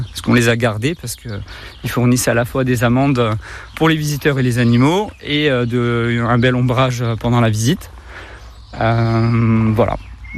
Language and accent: French; Corsica, France; Alors oui, moi je suis pas né en Corse, mais j'ai grandi en Corse. Je suis en Corse depuis la maternelle, hein, sur le Nebbio. Donc je suis originaire du Nebbio depuis tout petit.